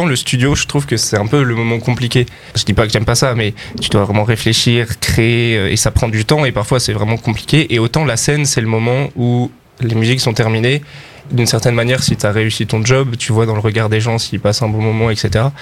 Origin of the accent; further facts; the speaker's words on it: Paris, Île-de-France, France; c'est une des salles où je suis allé voir mes premiers concerts quand j'étais petit à Paris.